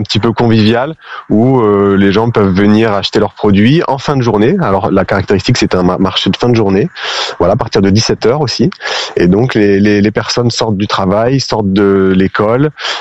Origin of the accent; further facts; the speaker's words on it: Port-Sainte-Marie, Nouvelle-Aquitaine, France; au village où j'ai grandi à Port-Sainte-Marie.